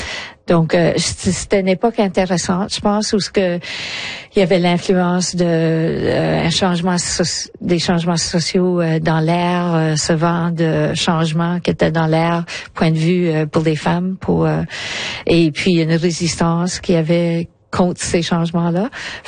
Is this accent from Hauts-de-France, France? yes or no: yes; Lille, Hauts-de-France, France; Ouais, ça représente un peu mon enfance à Lille.